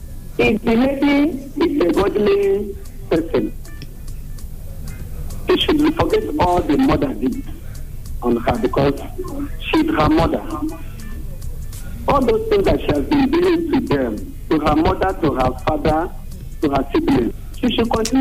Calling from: Anambra, Nigeria; Yeah, I'm calling from Anambra West.

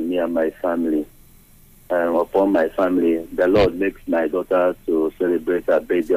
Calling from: Anambra, Nigeria; I'm calling from Mbauku, Nokasa local government area of Anambra State.

